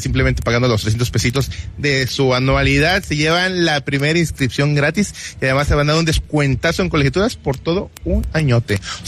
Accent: Mexico; Pero siempre somos mexicanos, somos así

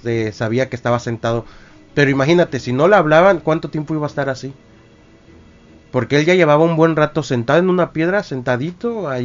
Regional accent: Chetumal, Quintana Roo, Mexico; Bueno, yo soy aquí de Quintana Roo, de Chetumal, para ser exactos. Y pues mi mamá es de Nicolás Bravo.

